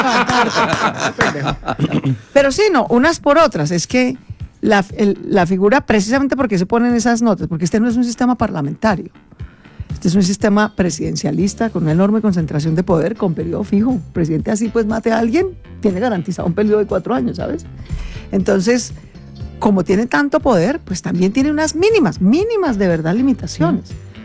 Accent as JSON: {"language": "Spanish", "country": "Colombia", "said": "Somos dos colombianos, hemos hechos a pulso, pues, ambos hijos de una familia hecha a pulso."}